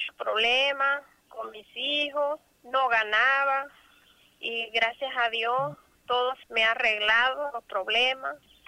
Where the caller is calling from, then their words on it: Macaracas, Los Santos, Panama; Soy de los Velados de Macaracas.